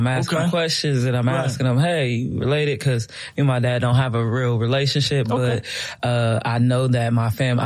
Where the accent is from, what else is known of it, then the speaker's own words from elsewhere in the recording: Columbus, Ohio, United States; also born or lived in Huntington, West Virginia; I moved out of Huntington when I was like 6. I came to Columbus and never looked back.